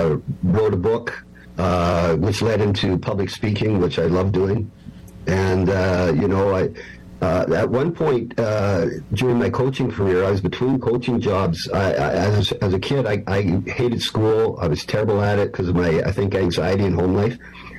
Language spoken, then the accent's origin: English; Canada; I know, but it was American beer, and I'm Canadian, so